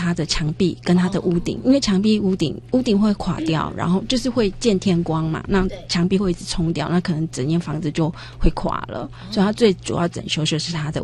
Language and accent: Chinese; Hualien, Hualien County, Taiwan; now in Xinzhuang, Taiwan; 以前因为我是花莲人，所以以前呢，我别人问我说你是哪里人，我会告诉他我说我是花莲人